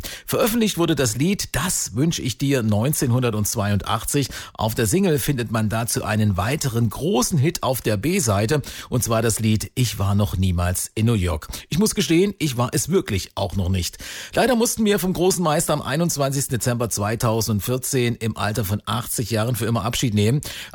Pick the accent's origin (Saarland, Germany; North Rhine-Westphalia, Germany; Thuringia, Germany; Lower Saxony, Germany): Thuringia, Germany; Waltershausen; born or raised there